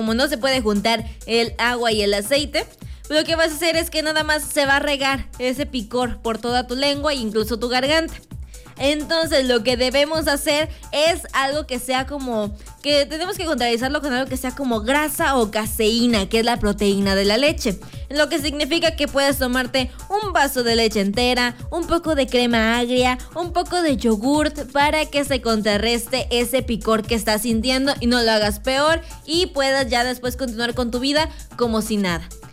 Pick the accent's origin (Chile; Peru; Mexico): Mexico; somos mexicanos